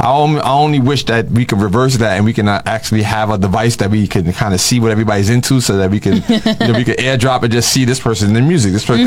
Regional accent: New York, United States; for me, I'm a New Yorker, I've been to Atlanta a bunch of times

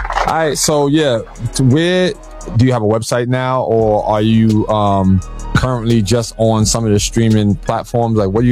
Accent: Bronx, New York, United States; is because I'm from the Bronx, I'm from the South Bronx

